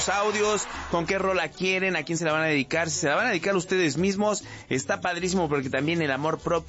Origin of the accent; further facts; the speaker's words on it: Iztapalapa, Mexico City, Mexico; Yo soy de Iztapalapa, la bella.